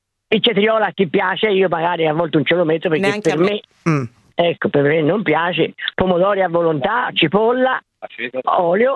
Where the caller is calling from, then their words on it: Tuscany, Italy; io sono toscana